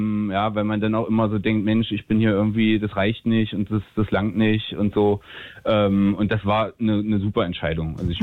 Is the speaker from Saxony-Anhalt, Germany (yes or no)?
yes; Magdeburg, Saxony-Anhalt, Germany; Als Magdeburger ist man da jetzt so, ne?